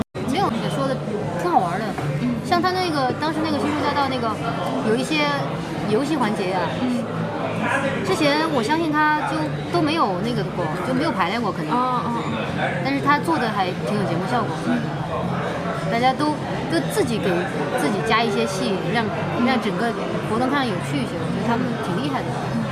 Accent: Chongqing, China; 重庆人很多儿化音。我们吃火锅，我们不叫火锅，我们叫火锅儿

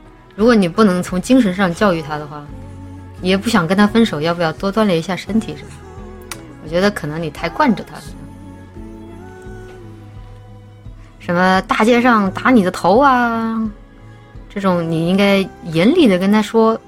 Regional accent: Chongqing, China; 在我的老家重庆

